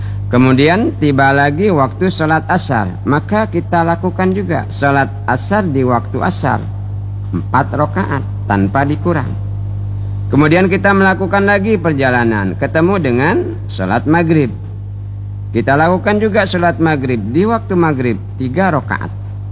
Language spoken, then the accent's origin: Indonesian; Bangka Belitung Islands, Indonesia; kita orang Bangka